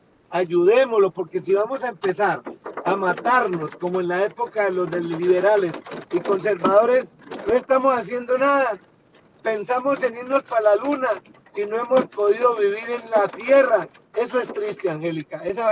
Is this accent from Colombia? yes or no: yes; Colombia; Eso para nosotros como colombianos es muy importante